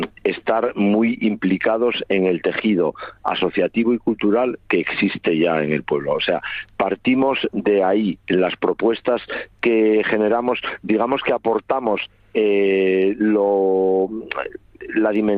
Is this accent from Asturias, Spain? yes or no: yes; Mieres, Asturias, Spain; born there; Yo soy de San Román, bueno, no soy de San Román exactamente, pero soy hijo de padre y madre de Candamo, y nacido en Mieres por circunstancias laborales de mis padres, pero siempre vinculado a San Román toda mi vida.